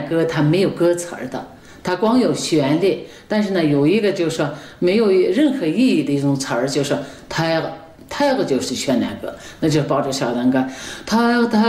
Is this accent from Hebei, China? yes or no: no; Inner Mongolia, China; moved away; 我从小在草原上长大，小时候呢，就是很少能看得见人，没人，四五十里地才有一座蒙古包